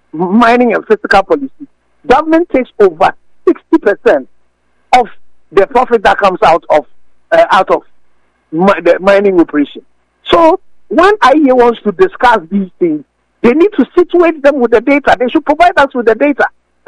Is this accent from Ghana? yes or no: yes; Ghana; it's about even us as a Ghanaian.